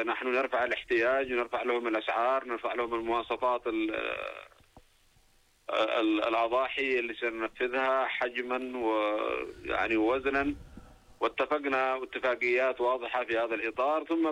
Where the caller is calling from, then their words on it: Yemen; ونحن من اليمن